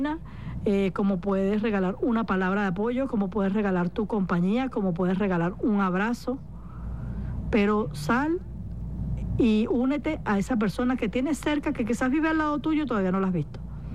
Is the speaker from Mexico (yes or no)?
no; Venezuela; Nosotros no estamos acostumbrados como venezolanos a este tipo de situaciones.